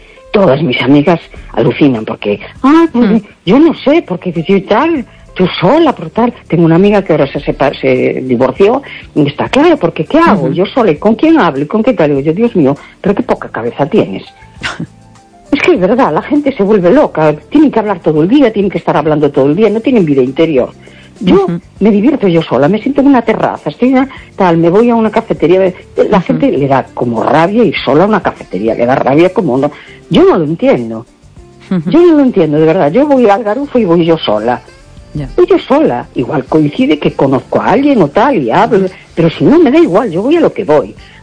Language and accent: Spanish; A Coruña, Galicia, Spain; Hola, buenas noches … de La Coruña.